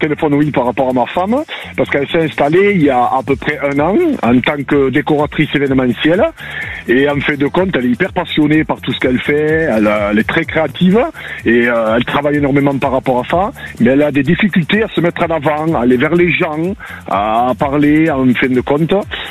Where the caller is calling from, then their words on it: Landes, Nouvelle-Aquitaine, France; Je vous appelle des Landes.